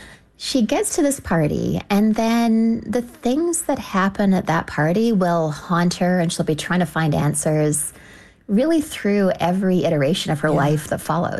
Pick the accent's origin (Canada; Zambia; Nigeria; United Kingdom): Canada; now in New York City, United States; To back up a little bit, I'm from Canada originally. I've lived in New York City for most of my adult life, and I really didn't know L.A. very well.